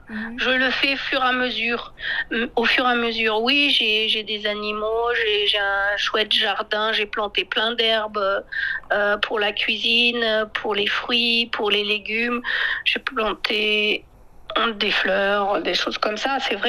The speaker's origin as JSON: {"language": "French", "country": "France"}